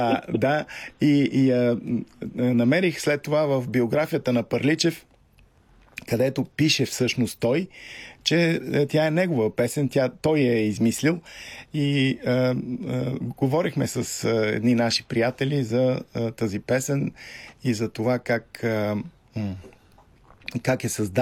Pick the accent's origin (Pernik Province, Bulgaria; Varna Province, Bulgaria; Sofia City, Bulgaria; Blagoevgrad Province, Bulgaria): Sofia City, Bulgaria; Sofia; ми тука, от София сме, ама рода ми е от Охрид.